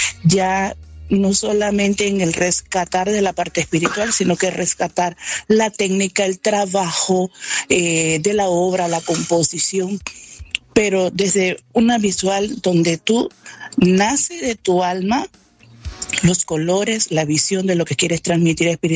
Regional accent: Panama; como soy de Panamá

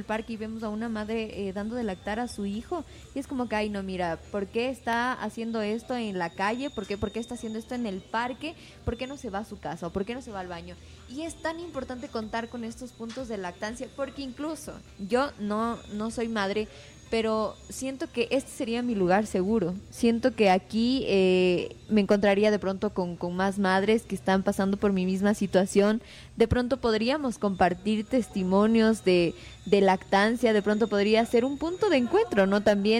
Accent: Ambato, Tungurahua, Ecuador; yo le mencionaba que yo vengo de Ambato

